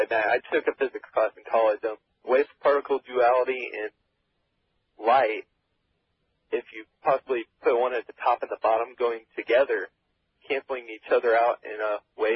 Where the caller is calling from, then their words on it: Oak Grove, Missouri, United States; Oak Grove, Missouri.